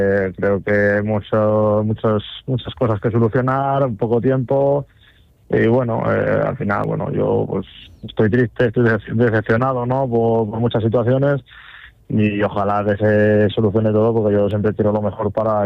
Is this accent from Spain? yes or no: yes; Guadalajara, Castilla-La Mancha, Spain; Yo al final soy de aquí, de Guadalajara